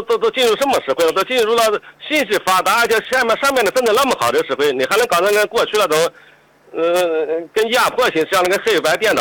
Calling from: China; 出的是沙河镇，蓝桥区沙河镇

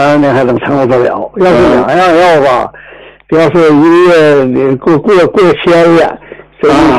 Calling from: Shenyang, Liaoning, China; 今年呢75岁了

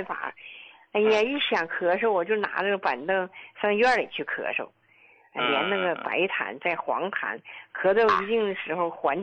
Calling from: Yingkou, Liaoning, China; 我是来自辽宁，就是营口的患者

